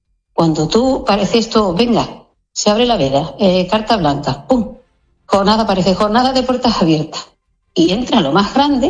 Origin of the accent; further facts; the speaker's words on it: Ceuta, Spain; Nosotros somos españoles, tanto Ceuta como Melilla, independientemente de la creencia religiosa.